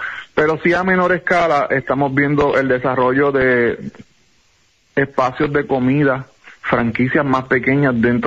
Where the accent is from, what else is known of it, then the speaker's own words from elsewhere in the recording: Ponce, Puerto Rico; Mi papá servía la gasolina. Yo soy de Ponce.